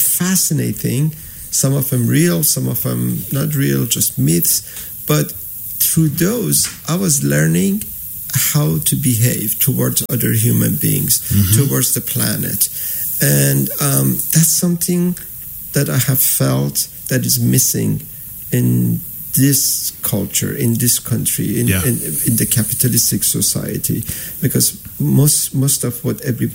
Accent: Iran; English is a second language; Anyway, so growing up in Iran, the way I learned about philosophy, which the way is most Iranians or old cultures learn about philosophy and ethics, is through their parents and grandparents

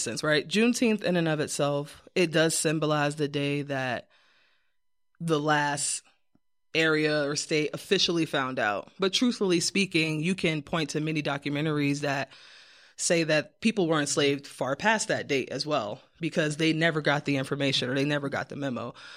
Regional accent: New York, United States; I don't think I'll ever be a Towsonia because I'm a New Yorker. That's where I'm from.

